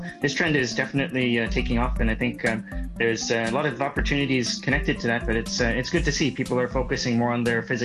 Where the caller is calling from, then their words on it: Shenzhen, Guangdong, China; Today I'm calling in from Shenzhen. Mm. So I came to China for the first time 20 plus years ago